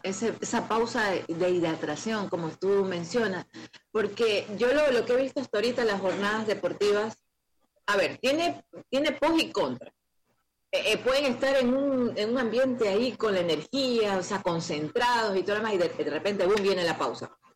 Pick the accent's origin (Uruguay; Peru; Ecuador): Ecuador; uno que nunca lo ha escuchado aquí como toda ecuatoriana